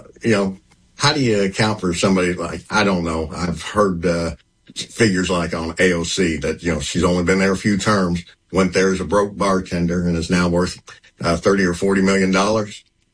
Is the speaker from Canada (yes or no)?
no; West Virginia, United States; I can remember I grew up primarily in West Virginia, and I can remember them preaching this stuff to us.